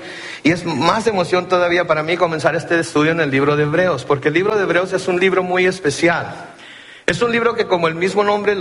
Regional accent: Compton, California, United States; Porque soy de Compton, California, ¿ok? Soy lo que llamamos MWA. ¿Saben lo que quiere decir MWA? Quiere decir Mexican with an attitude, ¿ok? Entonces, yo soy de Compton, California.

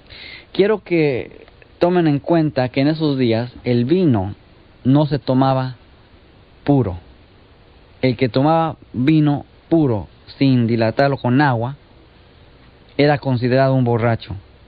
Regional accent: Mexico; born there; moved away; Yo me acuerdo de niño en México y cuando íbamos a comer con mis abuelos

